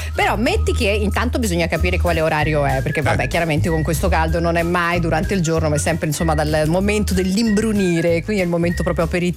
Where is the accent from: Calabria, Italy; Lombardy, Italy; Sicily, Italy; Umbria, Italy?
Umbria, Italy; Io da Umbra